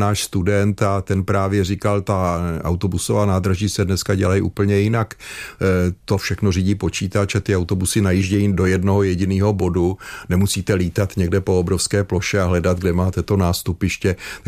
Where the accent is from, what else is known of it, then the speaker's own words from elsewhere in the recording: Prague, Czechia; Za mýho dětství v Praze